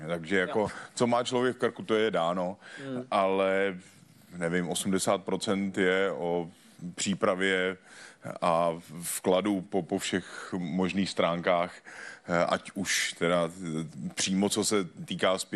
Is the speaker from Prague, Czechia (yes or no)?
yes; Prague, Czechia; Na Vinohradech, tady kousíček vlastně.